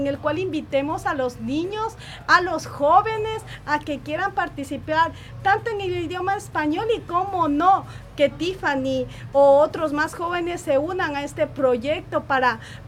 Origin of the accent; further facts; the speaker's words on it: Ecuador; proyectos en los cuales nos podemos incluir como latinos, como ecuatorianos